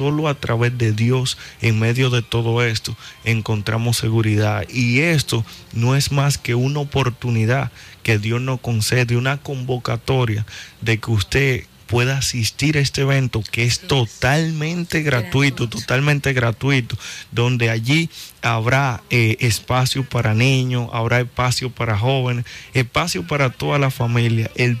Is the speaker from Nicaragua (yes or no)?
no; Dominican Republic; Sí, en mi caso yo soy dominicano. Muy soy dominicano. Soy de aquí, se me nota de lejos